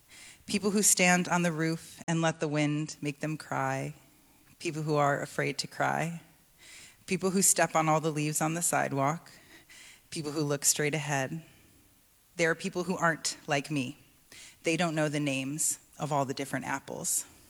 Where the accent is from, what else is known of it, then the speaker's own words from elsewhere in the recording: Hartford, Connecticut, United States; also born or lived in Windsor, Connecticut; And I grew up in Hartford, Connecticut, and Windsor, Connecticut, technically.